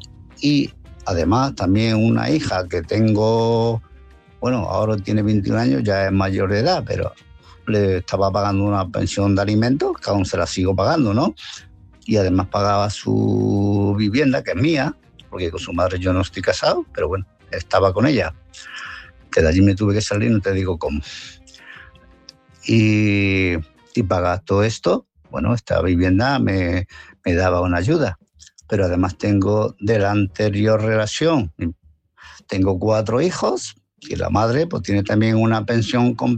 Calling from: Málaga, Andalusia, Spain; de Málaga.

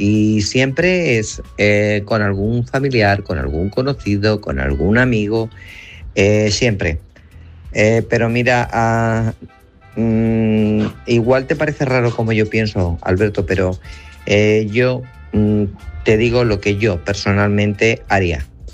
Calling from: Guadalajara, Castilla-La Mancha, Spain; de Guadalajara

